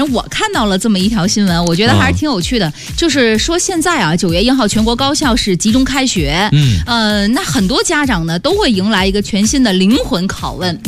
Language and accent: Chinese; Nanning, Guangxi, China; 原来因为我在南宁，然后在南宁读书